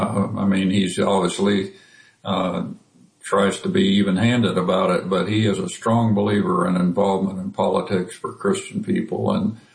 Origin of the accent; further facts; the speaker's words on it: Overland Park, Kansas, United States; And I grew up in the Overland Park Baptist Church here.